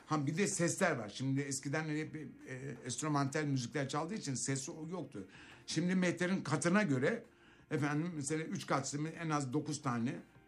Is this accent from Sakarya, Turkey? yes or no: no; Istanbul, Turkey; ben çocukluğum Fatih'te büyüdüm.